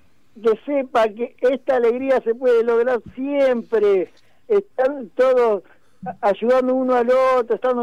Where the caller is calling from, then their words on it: Hurlingham, Buenos Aires Province, Argentina; de Burlingame.